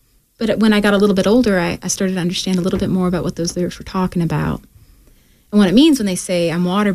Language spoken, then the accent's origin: English; Appalachia, United States; I like to say that I'm an Appalachian girl